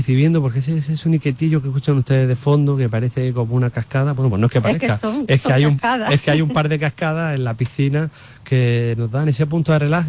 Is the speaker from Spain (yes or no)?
yes; Andalusia, Spain; Yo soy de la Salina de Cabo Gata, imagínate. Estoy viendo mi casa desde aquí